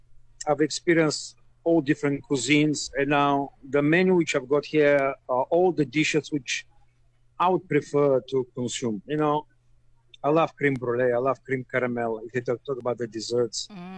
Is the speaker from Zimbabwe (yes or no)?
no; Bulgaria; now in South Africa; Well, I am Bulgarian. Oh. I've been for some time in South Africa since 1996.